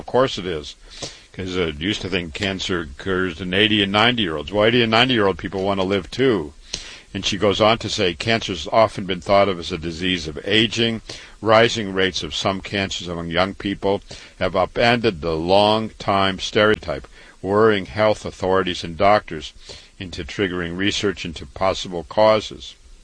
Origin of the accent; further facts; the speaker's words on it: Waterloo, Iowa, United States; I was born and raised in Waterloo, Iowa. I went to public school, university, MD at 25